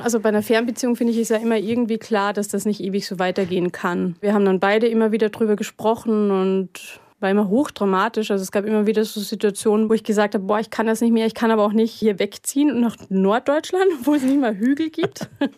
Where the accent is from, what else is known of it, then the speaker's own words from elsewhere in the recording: Malta, Carinthia, Austria; einmal in Kärnten, also wo Malta liegt, wo ich aufgewachsen bin, und einmal in Salzburg.